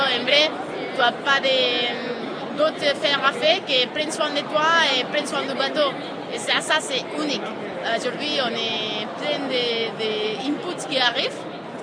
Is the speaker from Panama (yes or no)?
no; Majorca, Balearic Islands, Spain; French is a second language; moved away as an adult; now in France; Je suis espagnole, de Majorque.